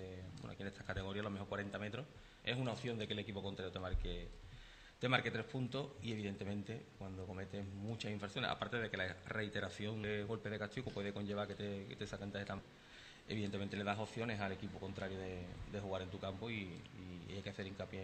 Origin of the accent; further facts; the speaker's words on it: Cádiz, Andalusia, Spain; born there; moved away as an adult; now in Sanlúcar de Barrameda, Spain; Yo soy de Cádiz, de Antonio López.